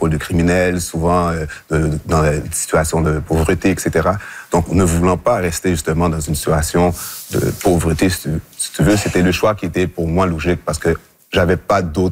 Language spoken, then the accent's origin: French; Montreal, Quebec, Canada; j'ai grandi à Rivière-des-Prairies